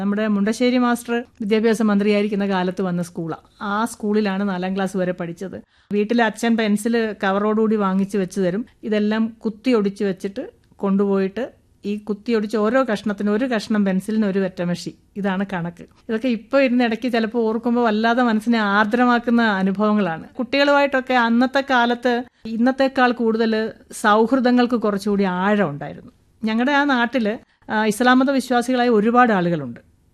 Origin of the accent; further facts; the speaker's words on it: Pallana Panoor, Kerala, India; അങ്ങനെയെല്ലാം ഉണ്ടായിരുന്ന ഒരു സ്ഥലമാണ് പല്ലന പാനൂർ എന്ന് പറയുന്നത്. അവിടെ ജനിച്ചു വളർന്നു എന്ന് പറയുന്നത് എൻ്റെ ഒരു വലിയ സൗഭാഗ്യവും സന്തോഷവുമായിരുന്നു.